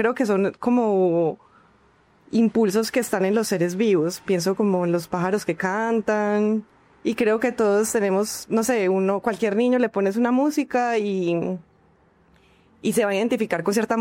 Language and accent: Spanish; La Estrella, Antioquia, Colombia; now in Medellín, Colombia; yo crecí en La Estrella, entonces yo pues vivía no en Medellín, sino en La Estrella